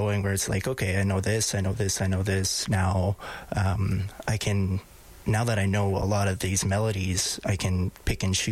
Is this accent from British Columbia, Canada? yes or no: no; Wabasca, Alberta, Canada; So I grew up in Wabasca. It's about 3 hours north of Edmonton. A little small town, you know, a little bit of municipality, a little bit of reserve.